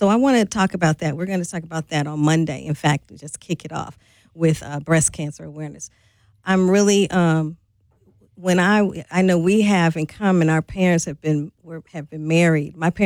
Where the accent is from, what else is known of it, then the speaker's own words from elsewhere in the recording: St. Louis, Missouri, United States; Like when I grew up in St. Louis, Bob Gibson, Lou Brock.